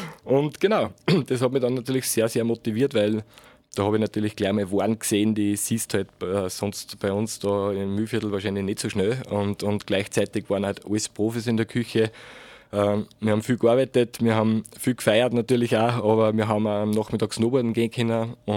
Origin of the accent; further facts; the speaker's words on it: Cologne, North Rhine-Westphalia, Germany; nach der Hotelfachschule habe ich dann eben am Attersee nochmal gearbeitet, als Kölner.